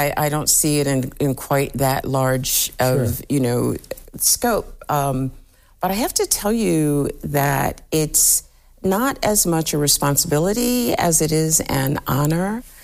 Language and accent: English; Louisville, Mississippi, United States; born there; I was born in a little town in Mississippi called Louisville, Mississippi. It's so small, in fact, that the streets.